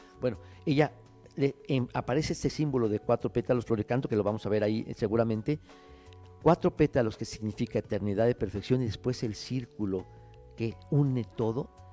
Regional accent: Mexico

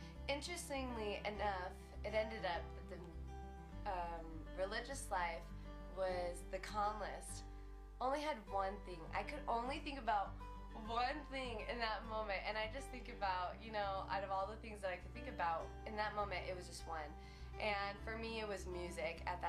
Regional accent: Idaho, United States; And I'm from Idaho

